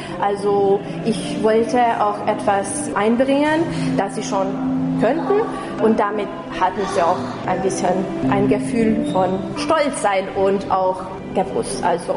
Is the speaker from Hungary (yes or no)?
yes; Szentgotthárd, Vas, Hungary; moved away as an adult; now in Budapest, Hungary; ich komme nämlich aus St. Gotthard. Und da gibt es auch schwäbische Minderheit, also Ungarndeutsche und auch Wendt-Leute, die eine Art von Slowenisch sprechen. Also Nationalitäten sind da so gemischt